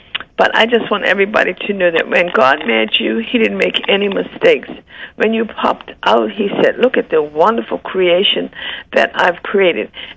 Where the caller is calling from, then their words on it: St. George's, Bermuda; I am St. George's all the way since a little girl, because my uncle lived in St. George's. That's the only reason that I know I'm from St. George's.